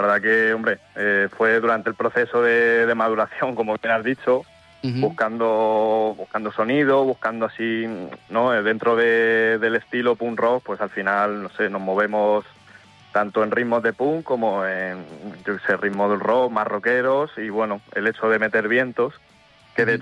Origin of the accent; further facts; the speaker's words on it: Villardompardo, Andalusia, Spain; Mi pueblo es Villardón Pardo.